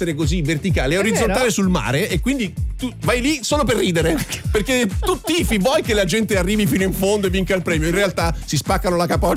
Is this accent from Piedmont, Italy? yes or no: yes; Novara, Piedmont, Italy; io sono di Novara, vicino a casa mia c'è il Lago d'Orta.